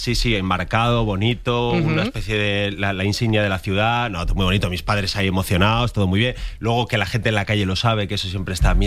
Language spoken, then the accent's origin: Spanish; León, Castile and León, Spain; mi grupo fuerte sigue siendo mis amigos de León, todos. Yeah. Entonces, claro, yo mis anécdotas, mi manera de hablar, mis cosas son todos de mis amigos de León.